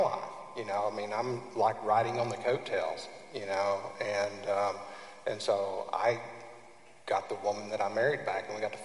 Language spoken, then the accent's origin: English; Oklahoma, United States; so I'm originally from Oklahoma, and we went home to see my family and my uncle